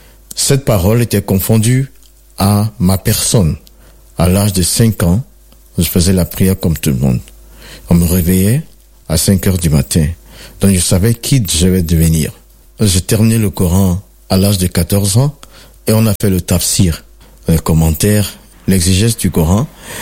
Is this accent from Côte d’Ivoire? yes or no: yes; Côte d’Ivoire; je suis originaire de la Côte d'Ivoire.